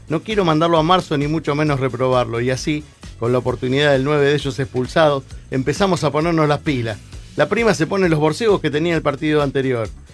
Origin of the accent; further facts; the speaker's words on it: Argentina; somos argentinos